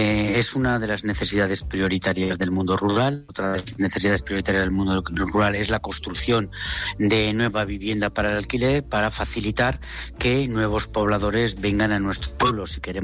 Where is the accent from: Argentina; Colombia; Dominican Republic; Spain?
Spain; Aragon; yo tengo el recuerdo, puesto que soy no de Teruel Capital, sino de lo que sería el Bajo Aragón